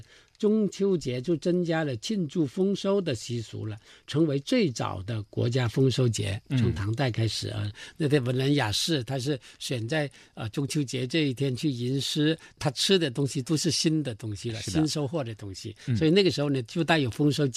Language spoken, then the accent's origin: Chinese; Guangxi, China; born or raised there; moved away